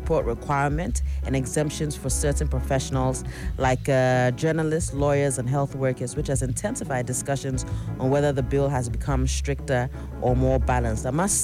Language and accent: English; Ghana; And ever since, everywhere is Ghana, Ghana, Ghana. I'm Ghanaian.